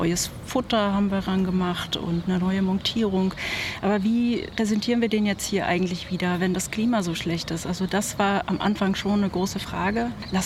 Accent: Potsdam, Brandenburg, Germany; ich komme aus Potsdam. Ich bin Potsdamerin und Land Brandenburg.

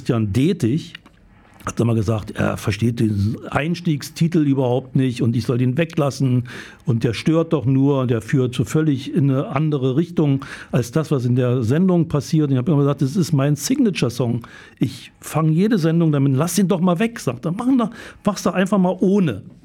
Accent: East Germany, Germany; Ich ging dann nach Berlin zum SFB praktisch, war da als Ossi erstmal so ein bisschen, naja, was ist denn das für einer?

